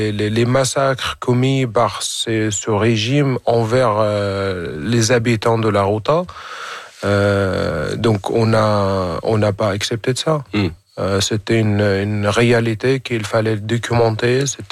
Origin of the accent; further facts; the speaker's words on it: Hamouria, Rif Dimashq, Syria; moved away; Je viens d'une ville qui s'appelle Hamouria, qui a c'est une ville qui compte 23 000 habitants.